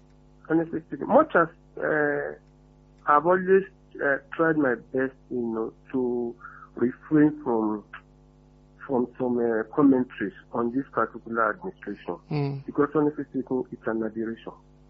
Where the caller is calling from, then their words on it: Awoto, Nigeria; I'm calling from Awoto.